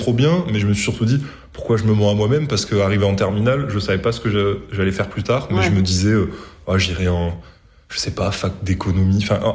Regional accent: Montpellier, Occitanie, France; born or raised there

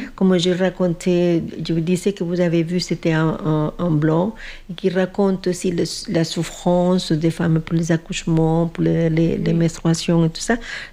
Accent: Colombia; colombien, le mouvement que nous avons pour danser ces rythmes-là, il est assez propre de chez nous

